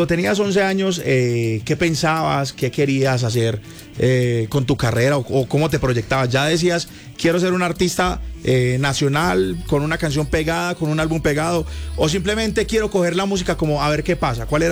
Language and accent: Spanish; Antioquia, Colombia; now in Bogotá, Colombia; nosotros los paisas